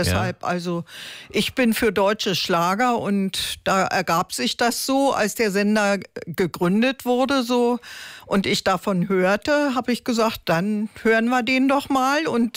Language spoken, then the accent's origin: German; Berlin, Germany; born there; also born or lived in Harsum; now in Stade, Germany; Nein, das ist nicht meine Heimat. Ich bin aus Berlin gebürtig und bin 35 Jahre im Hildesheimer Raum in Harsum gewesen.